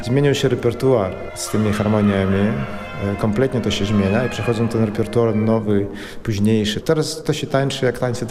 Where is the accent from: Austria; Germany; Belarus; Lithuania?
Belarus; also born or lived in Minsk; now in Gdańsk, Poland; pochodzę oryginalnie z Białorusi. Obecnie mieszkam w Gdańsku